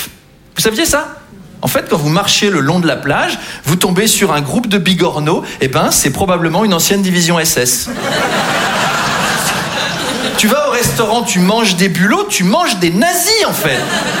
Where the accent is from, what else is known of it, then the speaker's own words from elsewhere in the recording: Versailles, Île-de-France, France; Moi j'ai grandi à Versailles, hein. Très très catholique comme environnement.